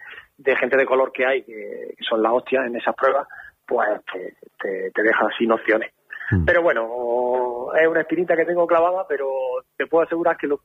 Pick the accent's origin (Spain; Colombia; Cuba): Spain; Linares, Andalusia